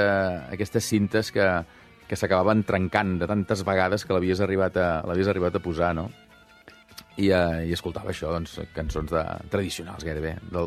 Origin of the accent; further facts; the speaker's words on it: Sant Feliu de Buixalleu, Catalonia, Spain; el meu poble, Sant Feliu de Buixalleu, molt petit, que allà no hi havia res